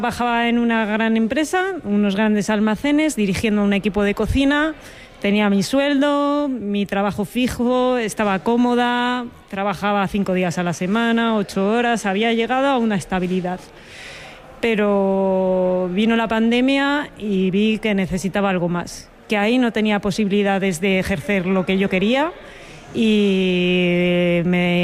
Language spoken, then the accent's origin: Spanish; Valladolid, Castile and León, Spain; now in Becerril del Carpio, Spain; de Cofungi y cultivo setas ecológicas de manera sostenible. Vivo actualmente en Becerril del Carpio, aunque soy una chica de ciudad de Valladolid